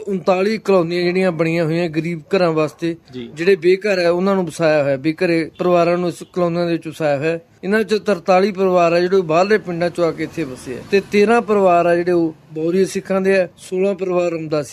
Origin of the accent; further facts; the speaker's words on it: Kot Shamir, Punjab, India; ਹਾਂਜੀ, ਸਾਡਾ ਪਿੰਡ ਕੋਟ ਸ਼ਮੀਰ ਬਠਿੰਡਾ ਤੋਂ ਲਗਭਗ 12 ਕਿਲੋਮੀਟਰ ਦੂਰ ਹੈ, ਬਠਿੰਡਾ ਤਲਵੰਡੀ ਰੋਡ ਤੇ ਵਸਿਆ ਹੋਇਆ ਜੀ।